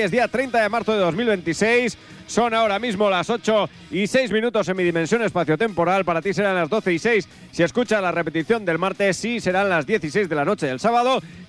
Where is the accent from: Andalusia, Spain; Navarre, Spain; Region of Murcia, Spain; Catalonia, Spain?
Navarre, Spain; Lerín; soy de Lerín.